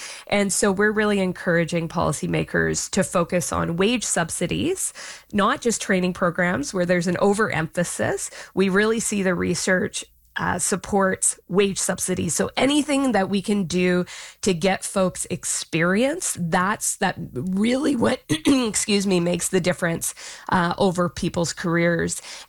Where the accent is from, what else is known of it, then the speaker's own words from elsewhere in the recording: Saskatchewan, Canada; also born or lived in Yukon; Well, I grew up in rural Canada. I grew up in Saskatchewan and the Yukon. So even more, well, very, very north.